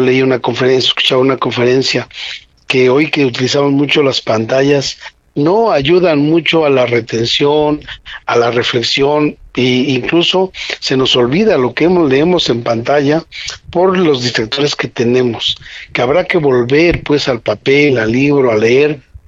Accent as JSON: {"language": "Spanish", "country": "Mexico", "said": "los mexicanos"}